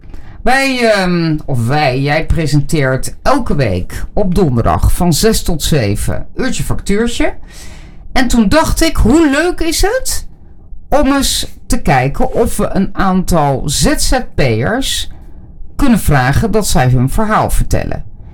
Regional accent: Wageningen, Gelderland, Netherlands

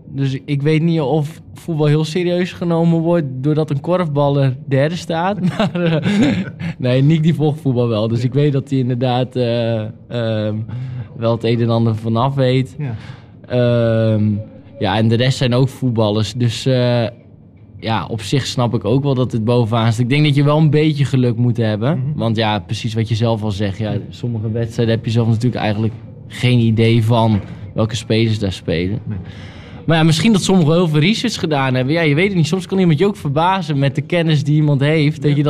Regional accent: Netherlands

